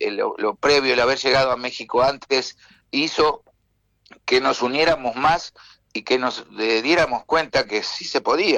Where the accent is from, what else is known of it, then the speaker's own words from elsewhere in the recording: Maciel, Santa Fe, Argentina; moved away; en mi pueblo querido de Maciel